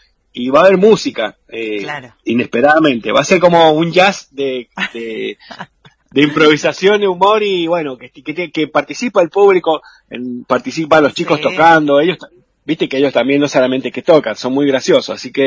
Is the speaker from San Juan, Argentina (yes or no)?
yes; San Juan, Argentina; now in Mendoza, Argentina; yo soy sanjuanino, sí. Y vivo en Mendoza.